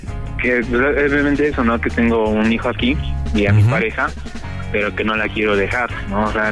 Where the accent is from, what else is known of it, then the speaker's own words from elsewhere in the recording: Chimalhuacán, State of Mexico, Mexico; moved away as an adult; now in Guadalajara, Mexico; Yo también soy nativo de allá de Chimal, pero pues por cuestiones de chamba, pues ando por acá